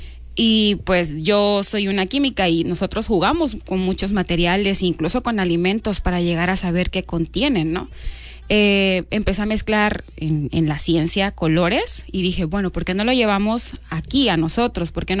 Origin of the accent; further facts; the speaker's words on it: Mapastepec, Chiapas, Mexico; yo desde pequeña siempre he sido muy fan de las cafeterías aquí en Mapastepec